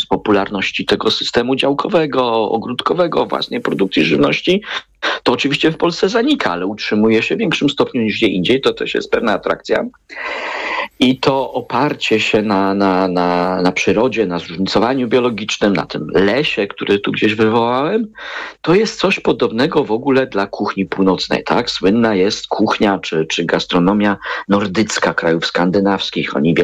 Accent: Toruń, Kuyavian-Pomeranian Voivodeship, Poland; ja jestem z Torunia i są pewne firmy zakorzenione, które produkują na przykład pierniki, tak?

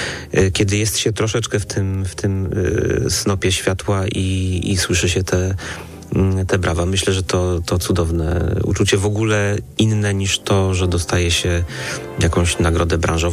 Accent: Kraków, Lesser Poland, Poland; moved away; A ponieważ ja jestem z Krakowa, no to tym bardziej jest miło mi ruszyć w rodzinne strony.

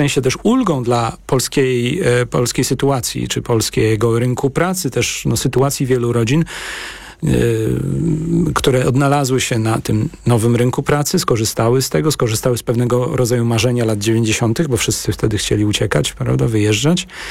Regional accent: United Kingdom; tracę kontrolę jako Brytyjczyk, brytyjski obywatel z jakimś tam no, właśnie miejscem właśnie w tej hierarchii i społeczeństwie

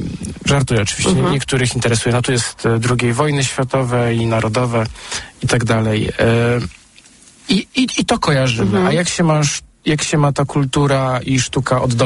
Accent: Sopot, Pomeranian Voivodeship, Poland; Jako sopocianin

